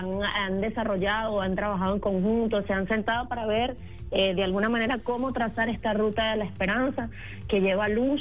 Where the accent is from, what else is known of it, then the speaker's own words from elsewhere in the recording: Venezuela; sino también con ese quehacer del arte, de la identidad, del reencontrarnos como venezolanos y venezolanas